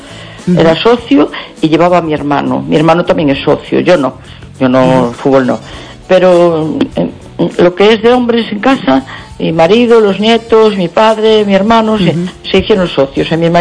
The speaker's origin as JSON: {"language": "Spanish", "town": "A Coruña", "region": "Galicia", "country": "Spain", "said": "Claro, yo soy de La Coruña y quiero al Depor"}